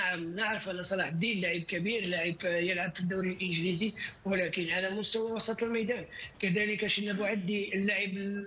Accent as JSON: {"language": "Arabic", "country": "Morocco", "said": "نحن كمغاربه يعني انصدمنا من هذا الاداء."}